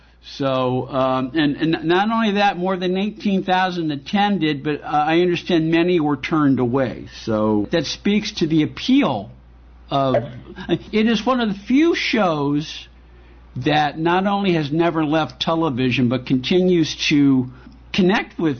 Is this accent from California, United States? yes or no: yes; San Francisco, California, United States; moved away as an adult; also born or lived in Vallejo / Solano County; now in South Pasadena, United States; I grew up in San Francisco proper, but before I moved down here, I lived in Solano County